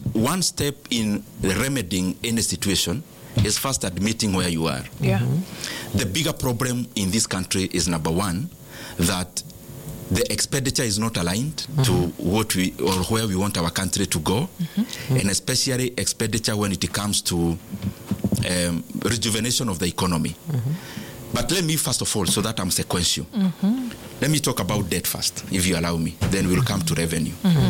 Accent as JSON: {"language": "English", "country": "Kenya"}